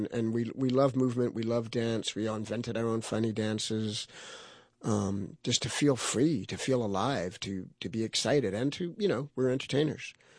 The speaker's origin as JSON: {"language": "English", "town": "Hollywood", "region": "California", "country": "United States", "tie": "born or raised there"}